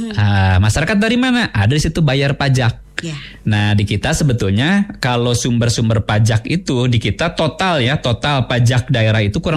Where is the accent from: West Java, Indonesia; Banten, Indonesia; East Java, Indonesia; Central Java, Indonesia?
West Java, Indonesia; Bandung; Kita sebagai warga Kota Bandung